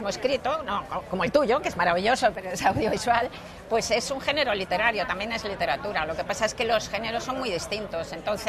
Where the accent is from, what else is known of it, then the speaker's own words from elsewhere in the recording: Madrid, Community of Madrid, Spain; soy de Madrid, y llevo 46 años firmando en la Feria del Libro